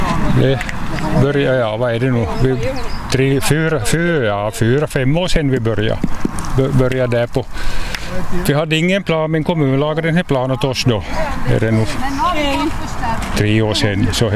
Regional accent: Kvevlax, Ostrobothnia, Finland; Då vi är från Veikkaus och Kvävlax, byarna här.

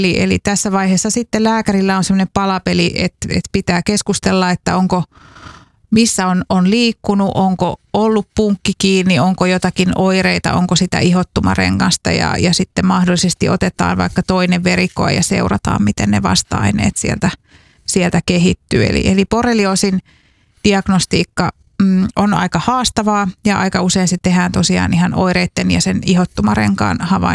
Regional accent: Saarijärvi, Central Finland, Finland; Joo, nyt täytyy sanoa, että mähän olen Saarijärveltä kotoisin.

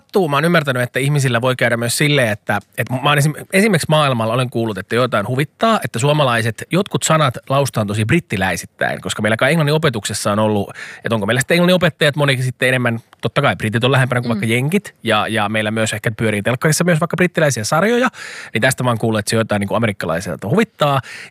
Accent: Kerava, Uusimaa, Finland; Mä en ole myöskään mikään paljaselkainen stadilainen, mä oon keravalainen virallisesti.

